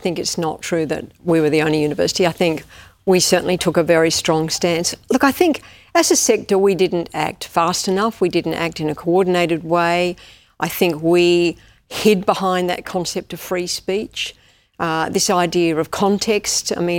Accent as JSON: {"language": "English", "country": "Australia", "said": "I was just crushed by that as an Australian."}